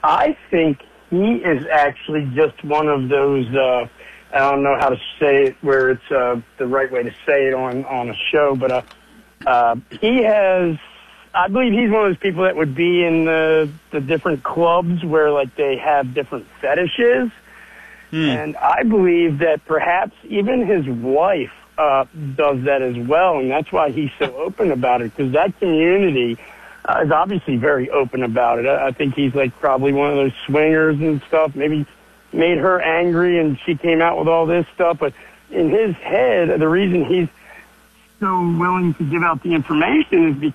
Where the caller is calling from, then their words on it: Delaware, United States; from Delaware.